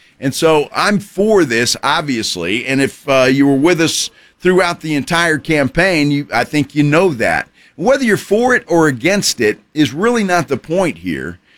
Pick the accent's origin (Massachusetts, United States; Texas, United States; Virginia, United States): Texas, United States; San Antonio; people find out I'm from San Antonio.